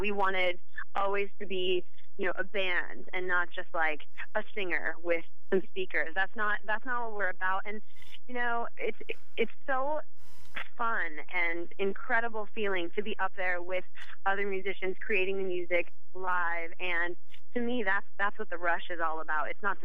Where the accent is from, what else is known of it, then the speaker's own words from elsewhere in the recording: Wichita, Kansas, United States; now in Los Angeles, United States; Yeah, I'm from Wichita, Kansas.